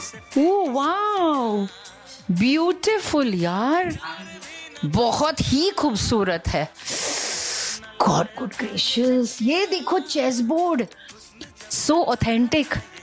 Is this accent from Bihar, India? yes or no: no; Kerala, India; moved away; मैं केरला से बिलोंग करती हूँ